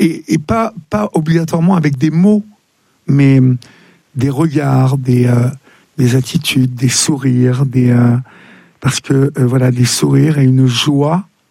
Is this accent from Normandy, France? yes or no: yes; Normandy, France; C'est certain, je suis normand, je vous le confirme.